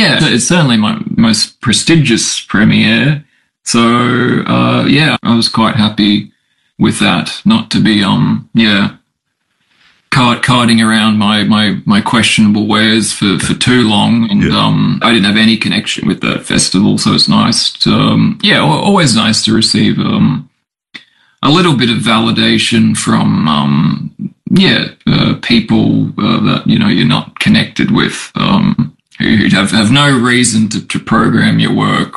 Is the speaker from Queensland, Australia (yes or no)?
yes; Brisbane, Queensland, Australia